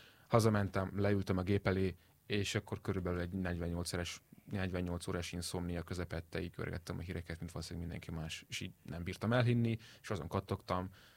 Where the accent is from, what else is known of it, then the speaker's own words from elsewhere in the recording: Debrecen, Hajdú-Bihar, Hungary; Debrecenben, ahol én születtem és ahol elkezdtem jégkorongozni